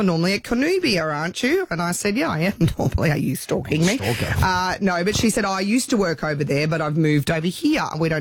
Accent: Nambour, Queensland, Australia; Yeah. I'm from Nambour.

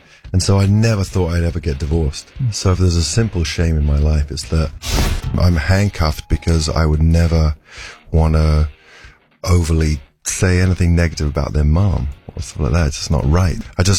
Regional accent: England, United Kingdom

